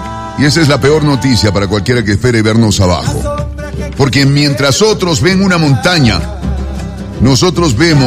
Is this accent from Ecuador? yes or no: yes; Ecuador; Soy ecuatoriano y para tu mala suerte, soy de un país donde nos pueden quitar puntos.